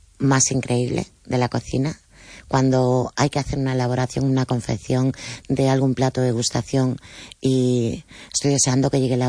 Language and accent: Spanish; Moaña, Galicia, Spain; moved away as an adult; also born or lived in Lima, Peru; volví a España, bueno, volví a mi tierra, volví a Galicia, volví a Moaña y volví mayor.